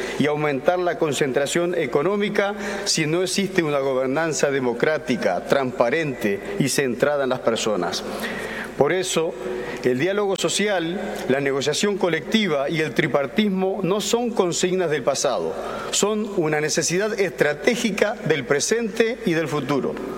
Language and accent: Spanish; Uruguay; Vengo de Uruguay, un país donde las libertades sindicales se ejercen plenamente